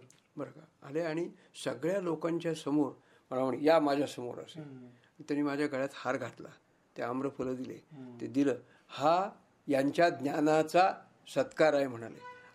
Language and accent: Marathi; Akola, Maharashtra, India; born there